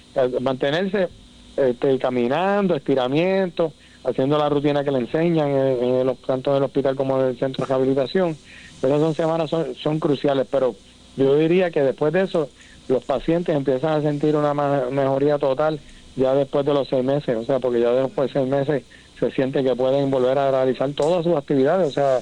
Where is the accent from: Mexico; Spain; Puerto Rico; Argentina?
Puerto Rico; Sabana Grande; moved away; also born or lived in Mayagüez; yo soy sabaneño, o sea, de ahí mis papás están. O sea que para mí es un privilegio y un honor regresar a mi pueblo, que me vio crecer y que tanto me ha dado.